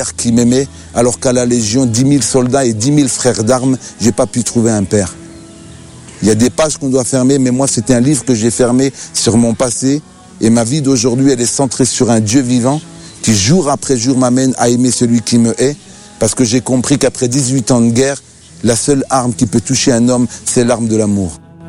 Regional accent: Algeria; Moi, en tant qu'Algérien, je voulais être un homme fort. Avec ma religion musulmane

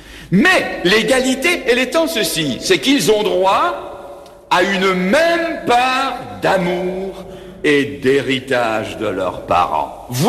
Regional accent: Belgium; Moi je viens d'un petit pays qui est grand comme deux mouchoirs de poche.

